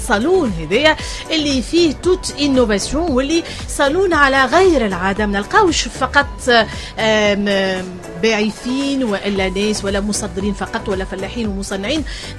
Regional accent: Tunisia; احنا في تونس

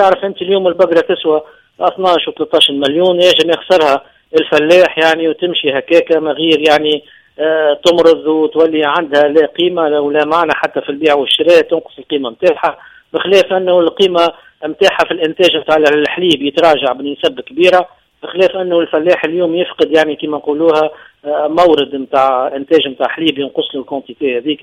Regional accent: Tunisia; القطيع نتاعنا في تونس.

